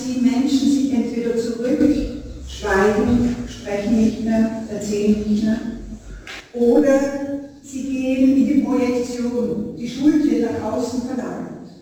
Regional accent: Spital am Pyhrn, Upper Austria, Austria; Also ich habe meine gesamte Kindheit und meine Jugend im Spital am Hürn verbracht.

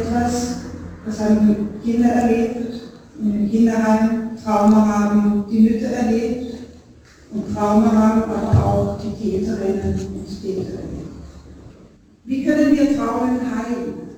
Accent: Spital am Pyhrn, Upper Austria, Austria; Also ich habe meine gesamte Kindheit und meine Jugend im Spital am Hürn verbracht.

